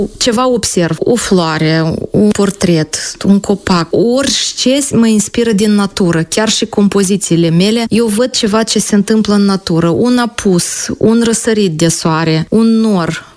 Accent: Chișinău, Moldova; also born or lived in Sofia, Drochia District, Moldova; Copilăria mea în Chișinău, dar vacanțele le-am petrecut la bunica. Unde? La nordul Moldovei. Vin satul Sofia.

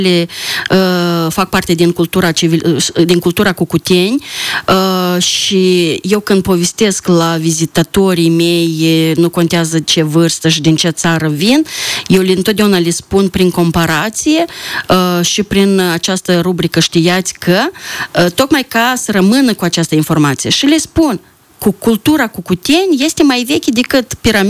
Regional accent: Călărași District, Moldova; noi avem și alte personalități care tot sunt de la Călăraș.

